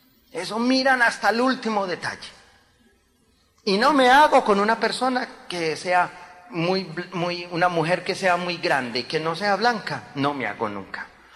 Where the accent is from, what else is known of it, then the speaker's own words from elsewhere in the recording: Medellín, Antioquia, Colombia; Yo soy colombiano